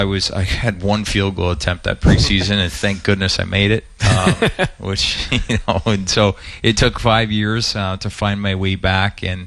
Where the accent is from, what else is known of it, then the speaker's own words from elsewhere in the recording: Ontario, Canada; accent: Canadian; now in United States; I am proudly now a dual citizen, but yes, I grew up in Southern Ontario.